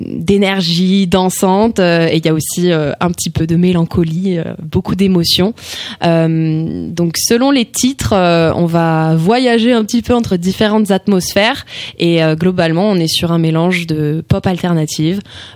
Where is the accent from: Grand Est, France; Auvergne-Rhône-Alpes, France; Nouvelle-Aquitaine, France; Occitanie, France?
Grand Est, France; moved away; je suis en Alsace, début juin, pour le festival Pré-Salé. Et c'est une date hyper symbolique pour moi, parce qu'elle se tient dans le village où j'ai grandi.